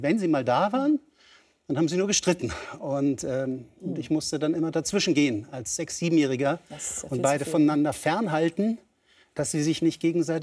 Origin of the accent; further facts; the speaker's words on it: East Germany, Germany; born there; Ich war Italiener in der DDR.